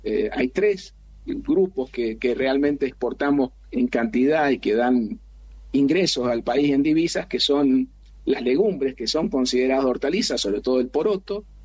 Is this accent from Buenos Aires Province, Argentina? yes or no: no; Mendoza, Argentina; yo soy mendocino.